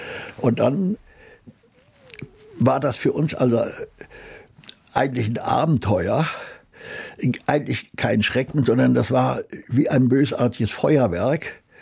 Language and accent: German; Gdańsk, Pomeranian Voivodeship, Poland; moved away; also born or lived in Königsberg; Und bin in Danzig aufgewachsen. Und dann bin ich sogar eingeschult worden. Also in die ganze Jugendzeit ist Danzig.